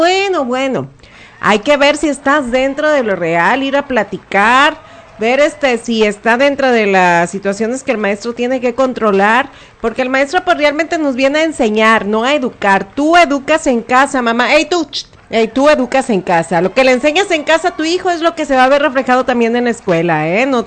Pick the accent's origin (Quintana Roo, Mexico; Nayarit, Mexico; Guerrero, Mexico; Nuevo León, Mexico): Nayarit, Mexico; somos mexicanos y sobre todo nayarita